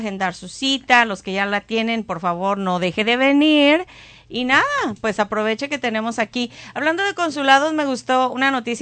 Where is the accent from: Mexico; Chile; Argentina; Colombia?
Mexico; Pero somos mexicanos